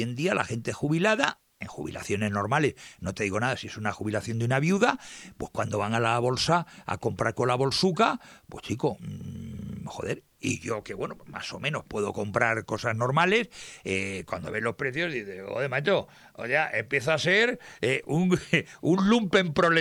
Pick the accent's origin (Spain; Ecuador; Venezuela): Spain; Santander, Cantabria; Yo como soy del norte, soy de Santander, bolsuca.